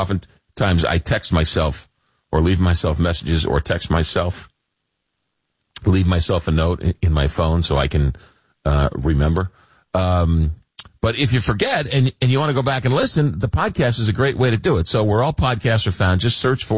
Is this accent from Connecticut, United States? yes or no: no; Long Island, New York, United States; Well, I'm a Long Island boy, but we all got to stick together in this.